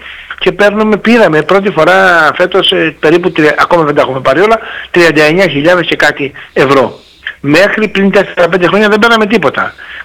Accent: Greece; Και εμείς είμαστε μια χώρα μεσαίο μεγέθους, θα μπορούσα να πω, στα Βαλκάνια.

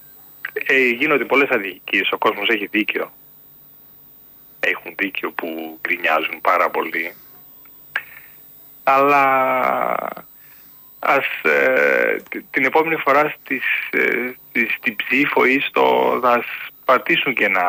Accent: Greece; now in Germany; Εγώ τώρα, παραδείγματος χάρη που είμαι Έλληνας, μου λέει το γερμανικό κράτος η εφορία

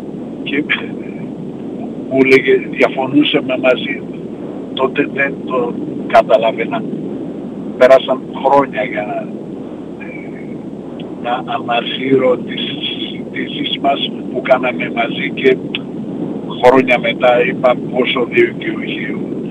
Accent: Thessaloniki, Central Macedonia, Greece; moved away as an adult; now in Athens, Greece; είναι η πόλη μου, τόπος που μεγάλωσα

